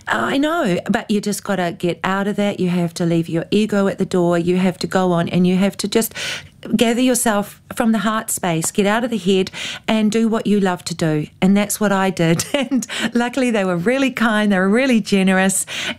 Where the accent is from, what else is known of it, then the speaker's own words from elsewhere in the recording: New Zealand; oh, being a Kiwi, of course we jump right in, don't we? And I just went, "Hello, Doris. … I've come all the way from New Zealand to wish you a very happy birthday.